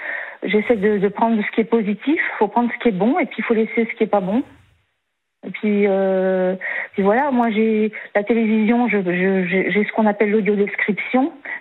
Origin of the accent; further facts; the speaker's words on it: Pays de la Loire, France; born there; je suis née dans un hôpital de campagne, je suis née en Vendée, moi.